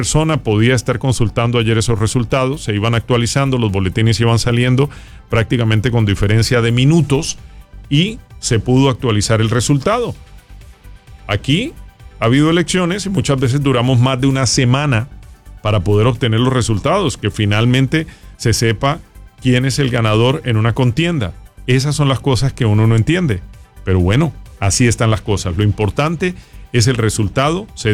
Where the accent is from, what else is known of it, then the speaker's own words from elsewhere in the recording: Colombia; now in United States; lo digo como colombiano